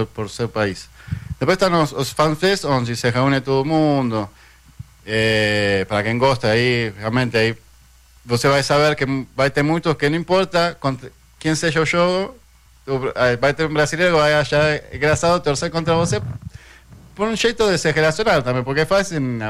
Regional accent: Argentina; now in Brazil; cuando sabe que soy argentino

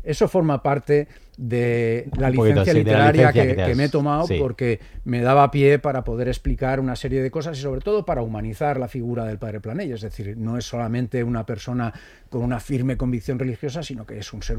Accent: Alicante, Valencian Community, Spain; Y para los que somos alicantinos, pues es una manera de vivir una novela en casa, porque tampoco hay tantos libros que tengan como referencia a la ciudad de Alicante

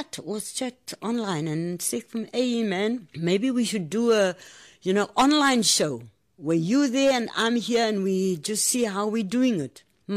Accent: Western Cape, South Africa; moved away as an adult; ek kom van die Kaap en ons ontmoet in Johannesburg.

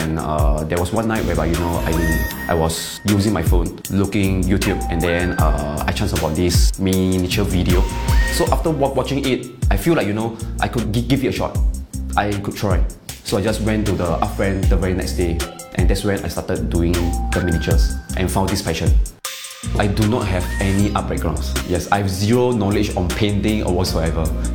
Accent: Singapore; as a Singaporean

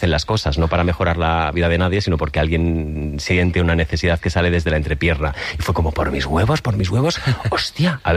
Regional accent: Catalonia, Spain; Porque yo soy catalán, entonces los catalanes nacimos a finales de los 90 nos metieron con calzador lo de que Antoni Gaudí era referente internacional

